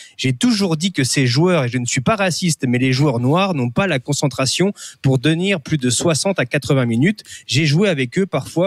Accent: Normandy, France; puisque chez moi en Normandie, il fait quand même 40 degrés.

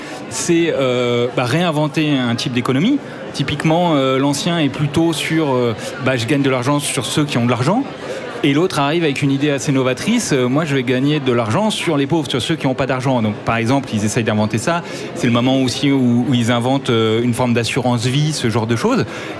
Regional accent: France; Nous en France, moi je suis français

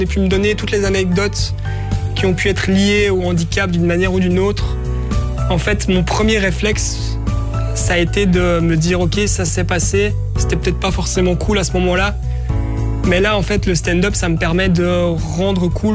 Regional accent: Ixelles, Brussels-Capital Region, Belgium; born there; je suis né à Ixelles il y a 32 ans maintenant.

